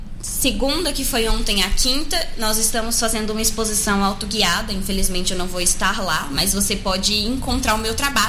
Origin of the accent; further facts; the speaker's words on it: São Francisco, Minas Gerais, Brazil; also born or lived in Brasília; now in Divinópolis, Brazil; Não, lá em São Francisco, uma cidadezinha do interior de Minas Gerais.